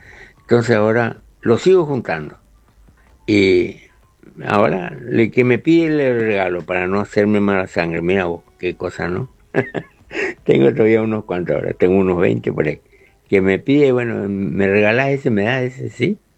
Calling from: Clorinda, Formosa, Argentina; de Clorinda.

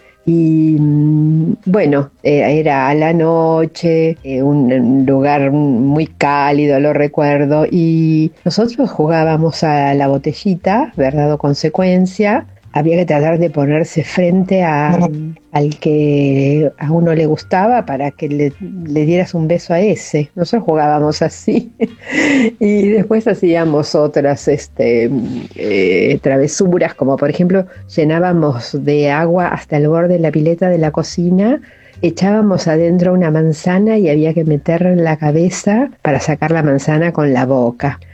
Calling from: José Mármol, Buenos Aires Province, Argentina; vivo en Mármol.

